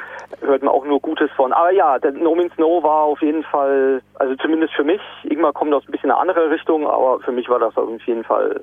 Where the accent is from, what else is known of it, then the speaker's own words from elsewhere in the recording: Coburg, Bavaria, Germany; also born or lived in Stuttgart; now in Trier area, Germany; ich komme aus Franken